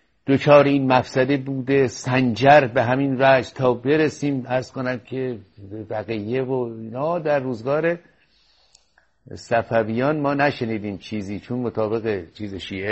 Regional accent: Iran; moved away as an adult; بنده 26 ساله بودم از ایران بیرون آمدم

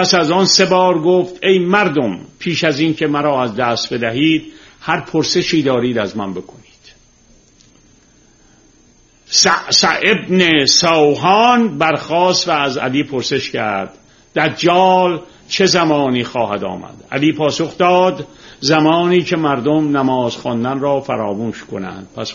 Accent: Tehran, Tehran Province, Iran; من روزی که خیابون کوچه های تهرون رو تیر میذاشتن که سیم برق بکشن یادمه. خونه ما که برق کشیدن، همسایه روبرویمون اومد به مادر من گفت این بچه ها تو میکشه.

